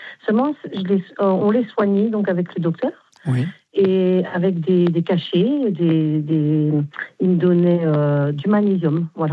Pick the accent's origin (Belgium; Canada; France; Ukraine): France; Grand Est; now in Arles, France; Moi, je suis Lorraine, mais j'ai atterri à Arles.